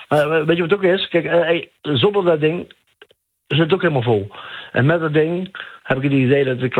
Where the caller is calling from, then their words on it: Eersel, North Brabant, Netherlands; uit Eersel.